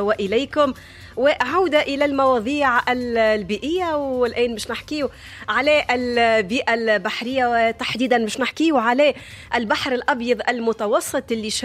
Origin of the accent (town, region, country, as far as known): Tunisia